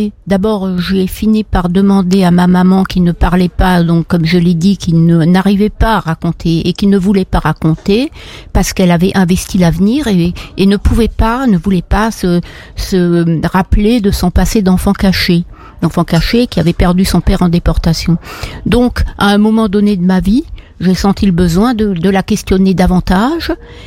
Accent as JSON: {"language": "French", "town": "Strasbourg", "region": "Grand Est", "country": "France", "said": "je suis sociologue, je viens de Strasbourg."}